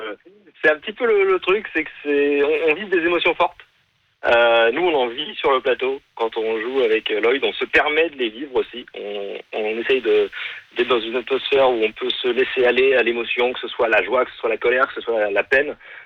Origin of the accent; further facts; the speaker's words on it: France; now in Paris, France; je suis français.